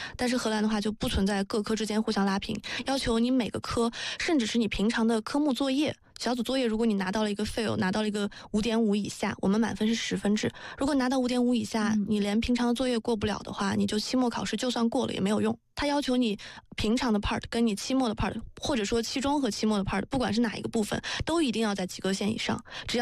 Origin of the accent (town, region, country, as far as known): China; moved away